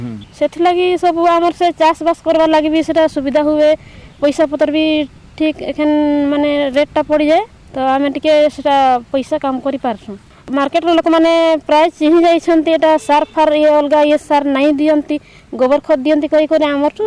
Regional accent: Mithakundari, Odisha, India; ଆମର ଗାଁ ହେଲା ମିଠକୁନ୍ଦରୀ

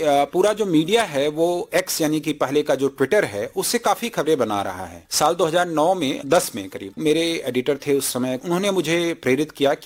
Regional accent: Jaunpur district, Uttar Pradesh, India; moved away; also born or lived in Allahabad; मेरी प्रारंभिक शिक्षा जौनपुर जिले से हुई है, वहाँ पे मेरा गाँव है बिलकथुआ

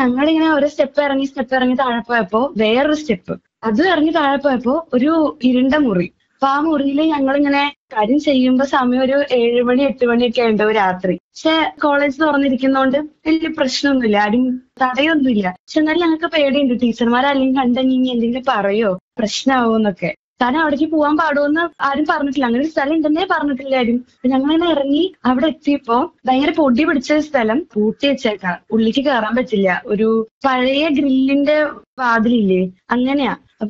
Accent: Thrissur, Kerala, India; Thrissur സ്വദേശിനിയാണ്.

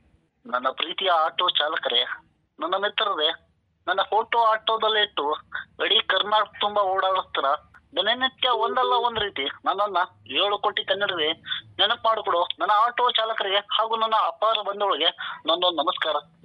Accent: Bijapur, Karnataka, India; ನಾನು ಬಿಜಾಪುರದವನೇ ಇದ್ರು

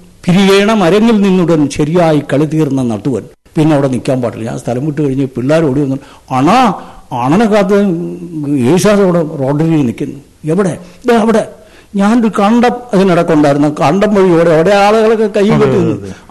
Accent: Kerala, India; നമ്മുടെ നാടിന്റെ, കേരളത്തിന്റെ

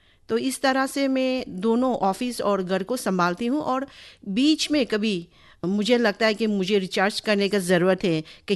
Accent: Haflong, Assam, India; मैं पली बड़ी हूँ दिबाराय हाफलोंग में, और

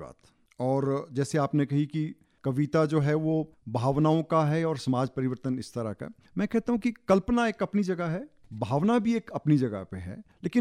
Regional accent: Solan, Himachal Pradesh, India; कार्यक्रम था हमारे शहर में, मैं सोलन से हूँ बेसिकली

